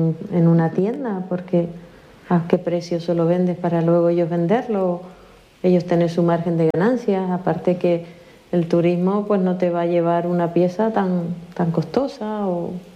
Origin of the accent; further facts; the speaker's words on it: Icod de los Vinos, Canary Islands, Spain; veo la diferencia del ayuntamiento de La Guancha al ayuntamiento de Hico de los Vinos, de donde soy yo, el poco apoyo.